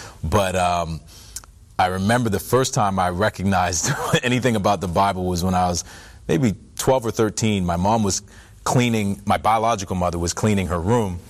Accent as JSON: {"language": "English", "country": "Canada", "said": "He was an All-Canadian. I'm originally from Canada."}